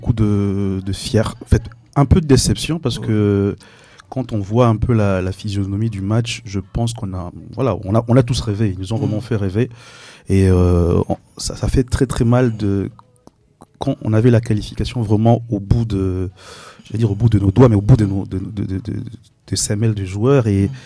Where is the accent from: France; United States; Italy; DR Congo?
DR Congo; en tant que Congolais, ça crée quand même une fierté.